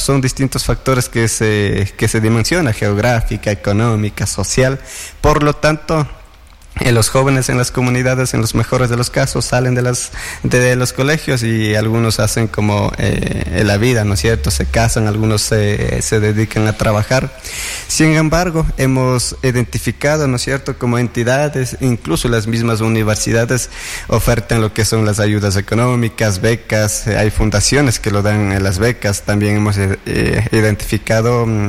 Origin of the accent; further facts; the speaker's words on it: Cotopaxi, Ecuador; uno también viene de la comunidad rural. Yo soy de Tigua